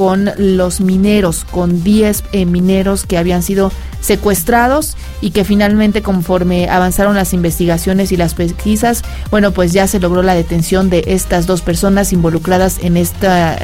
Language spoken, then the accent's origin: Spanish; Mexico; Eso nos preocupa como mexicanos